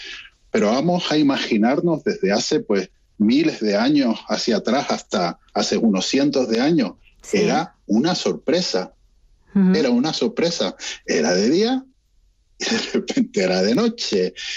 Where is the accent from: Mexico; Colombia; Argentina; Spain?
Spain; Canary Islands; accent: Canarian; now in Norway; Bueno, verán en mi tono que soy canario, pues soy un canario uh-huh. emigrado al polo desde hace, pues llevo aquí desde 11 años.